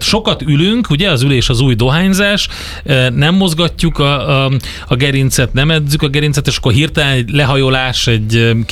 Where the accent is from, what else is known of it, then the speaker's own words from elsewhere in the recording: Hungary; hogy kifigyelték, hogy mi magyarok vagyunk